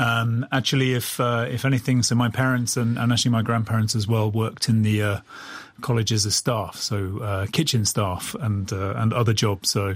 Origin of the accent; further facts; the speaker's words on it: Oxford, South East England, United Kingdom; moved away as an adult; now in Czech Republic; So I'm from Oxford. So Oxford, famous for its university, but it is a city as well. And I'm from the city of Oxford.